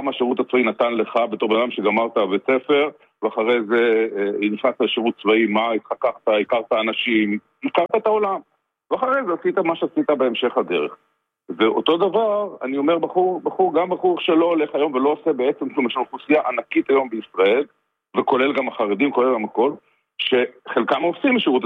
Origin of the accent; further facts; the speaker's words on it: Haifa, Haifa District, Israel; אני מחיפה, כן, הולך לבית חולים רמב"ם